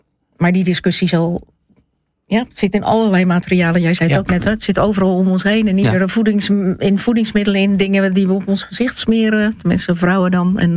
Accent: Zeeland, Netherlands; En vooral als Zeeuws-Vlaming

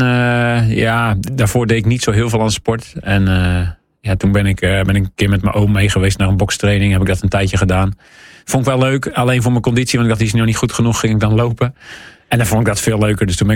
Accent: Vlissingen, Zeeland, Netherlands; also born or lived in Zoutelande; je er geboren bent, op basisschool heb gezeten, middelbare school, uiteindelijk ook mijn werk daar.

